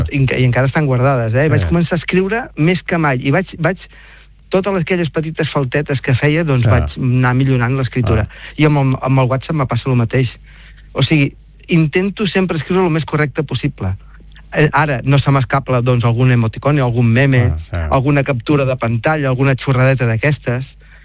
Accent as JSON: {"language": "Catalan", "town": "Salt", "region": "Catalonia", "country": "Spain", "tie": "born or raised there", "said": "Jo soc de Salt de tota la vida."}